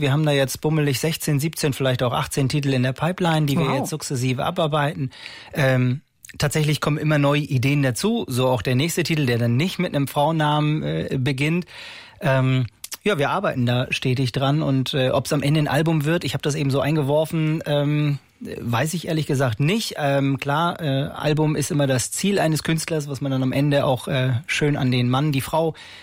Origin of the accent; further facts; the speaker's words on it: Rotenburg an der Fulda, Hesse, Germany; born there; moved away as an adult; now in Northern Germany; Gebürtig aus Rothenburg an der Fulda.